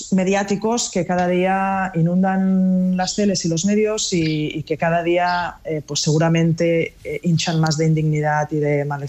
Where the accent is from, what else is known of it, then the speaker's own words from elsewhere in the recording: Catalonia, Spain; Spanish is a second language; somos catalanes independentistas